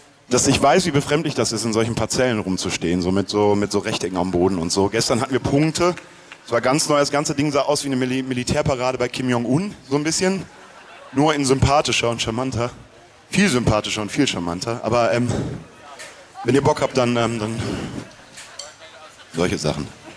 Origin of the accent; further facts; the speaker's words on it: Eifel, Germany; ich bin in der Eifel aufgewachsen.